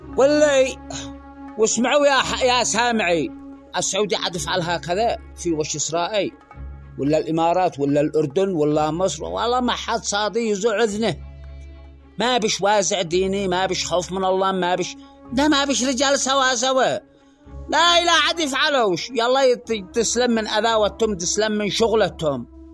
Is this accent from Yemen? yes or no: yes; Yemen